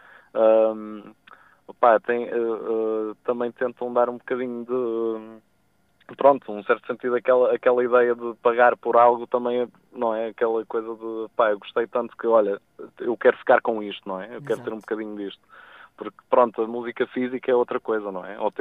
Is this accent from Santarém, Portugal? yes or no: no; Machico, Madeira, Portugal; also born or lived in Ireland; now in Porto, Portugal; a minha terra em Machico, apesar de ser na Madeira, tipo, é uma zona que até tem muitas montanhas, tipo, tem muitas nuvens e muito vento e chuva. E depois fui para a Irlanda